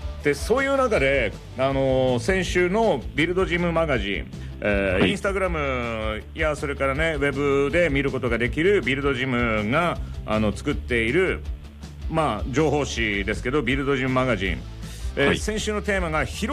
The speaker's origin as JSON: {"language": "Japanese", "town": "Memuro", "region": "Hokkaido", "country": "Japan", "tie": "born or raised there", "said": "僕目室町出身じゃないですか"}